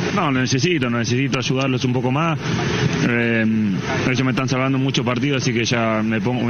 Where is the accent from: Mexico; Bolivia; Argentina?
Argentina